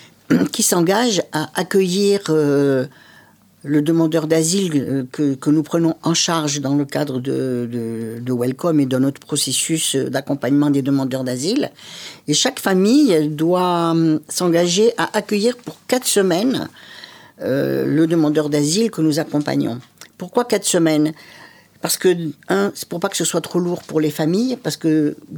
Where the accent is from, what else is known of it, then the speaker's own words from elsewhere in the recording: France; now in Alès, France; leur avenir dans notre pays, puisqu'ils ont choisi de venir chez nous, en France.